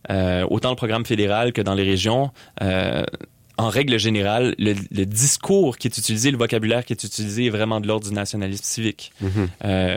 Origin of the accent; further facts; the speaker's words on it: Quebec, Canada; ça peut nous parler à nous en tant que Québécois